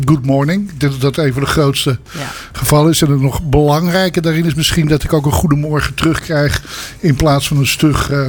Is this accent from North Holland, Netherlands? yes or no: yes; Amstelveen, North Holland, Netherlands; moved away as an adult; now in Aalsmeer, Netherlands; Dus ik kom uit de Oude Kastelaan, geboren getogen.